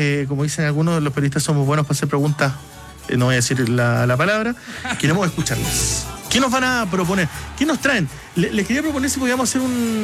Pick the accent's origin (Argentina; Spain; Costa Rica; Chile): Chile; Punta Arenas, Magallanes; Yo soy de Punta Arena, me tocó ir al Festival de la Patagonia.